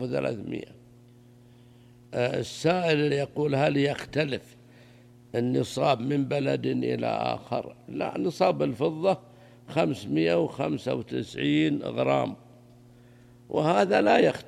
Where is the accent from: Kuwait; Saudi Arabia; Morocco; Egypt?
Saudi Arabia